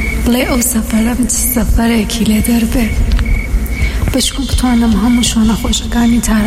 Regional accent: Saqqez, Kurdistan, Iran; ببینی اینجا سقزه، زادگاه من و همشهریامه. کوچیک هست ولی پر از محبت و غیرته.

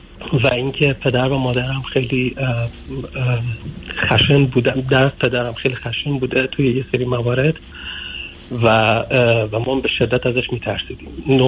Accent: Iran; moved away as an adult; من توی شهرستان خیلی کوچیک توی ایران به دنیا آمدم و این توی خانواده بسیار بسیار فقیر و با شرط خیلی سخت زندگی می کردیم

